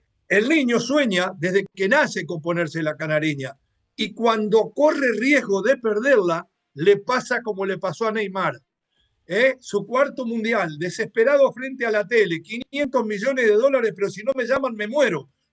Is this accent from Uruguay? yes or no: yes; Uruguay